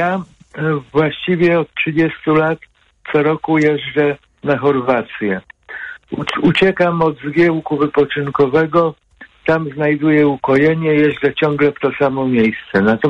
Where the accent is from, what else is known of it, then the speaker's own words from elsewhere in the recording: Płoty, West Pomeranian Voivodeship, Poland; now in Katowice, Poland; ja mieszkałem, dzieciństwo spędziłem w miejscowości Płoty, to jest powiat Gryfice, blisko morza.